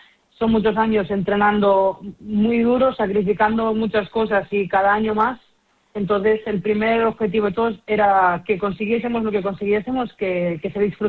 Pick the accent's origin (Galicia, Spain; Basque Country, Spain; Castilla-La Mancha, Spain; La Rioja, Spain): Galicia, Spain; Cangas; moved away; me incorporo pues al club de mi pueblo y donde empecé y pues voy a empezar la labor de preparadora física y de entrenadora en el club de remo de Cangas.